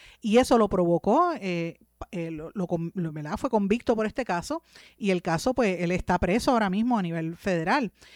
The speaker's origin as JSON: {"language": "Spanish", "town": "Guaynabo", "country": "Puerto Rico", "tie": "born or raised there", "said": "porque soy guaynabeña, este es mi pueblo"}